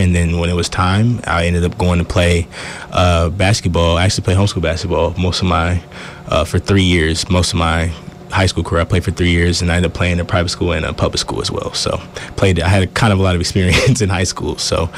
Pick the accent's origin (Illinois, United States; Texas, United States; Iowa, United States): Texas, United States; moved away as an adult; also born or lived in Colorado; now in Alaska, United States; I've been born and raised in Texas. Texas my whole life. And then first time I actually got out of Texas was last year in Colorado. And then now I'm here in Alaska.